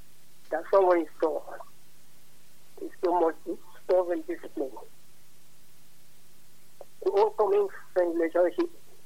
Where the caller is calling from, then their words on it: Calabar, Cross River, Nigeria; Calling from Calabar.